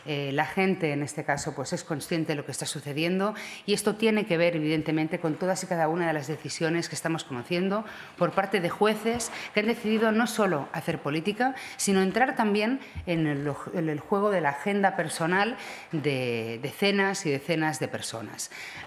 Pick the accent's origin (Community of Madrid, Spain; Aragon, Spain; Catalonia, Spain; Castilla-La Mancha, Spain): Catalonia, Spain